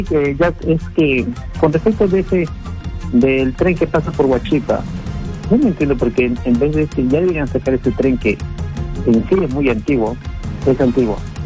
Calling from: Naples, Campania, Italy; llamo de Nápoles, Italia.

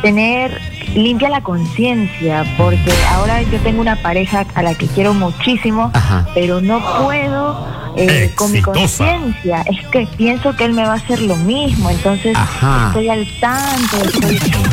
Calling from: Lima, Peru

